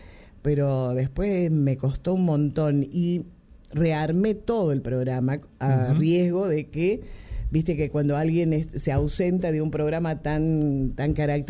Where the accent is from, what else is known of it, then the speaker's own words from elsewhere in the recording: Tucumán, Argentina; accent: Tucumán; Por ahí dice, ay, le salió el tucumano, porque yo la verdad es que no tengo en cuenta mucho ya la tonada.